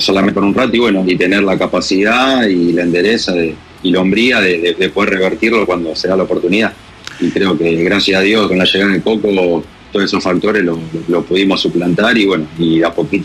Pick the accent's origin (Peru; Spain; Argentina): Argentina; Rosario, Santa Fe; moved away; yo soy de Rosario y me llevaron a San Lorenzo